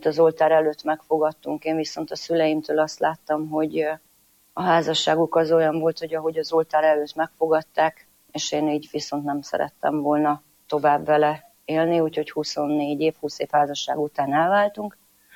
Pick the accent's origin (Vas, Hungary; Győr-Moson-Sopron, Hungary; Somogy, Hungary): Vas, Hungary; Szentpéterfa; first language Croatian; Hungarian is a second language; Vas megyéből, egy horvát faluból származom, horvát az anyanyelvem. Szentpéterfa Szombathelytől egy olyan 25 kilométerre van. Egy teljesen normális katolikus családból származom.